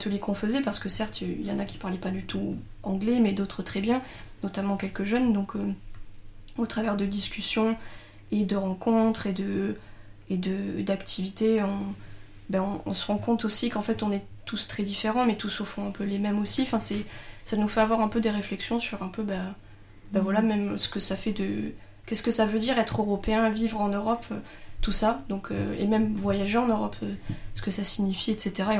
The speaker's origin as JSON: {"language": "French", "country": "France"}